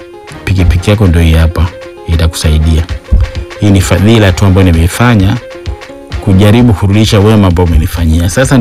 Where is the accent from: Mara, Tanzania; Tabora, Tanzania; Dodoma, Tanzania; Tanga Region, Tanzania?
Mara, Tanzania; Kirogo; nikaenda mpaka Kirogo kwetu huko Kirogo.